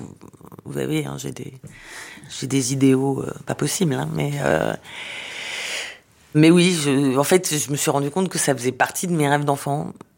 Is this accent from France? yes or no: no; Israel; born or raised there